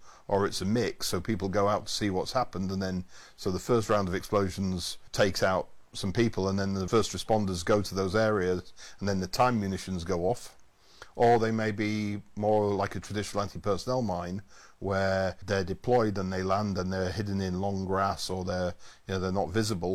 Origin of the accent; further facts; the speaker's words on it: United Kingdom; Being a Brit